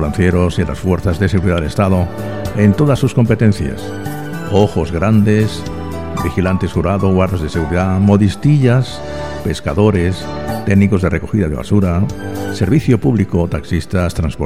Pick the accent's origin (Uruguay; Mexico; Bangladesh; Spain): Spain; Region of Murcia; Murcia, mi tierra, qué hermosa eres.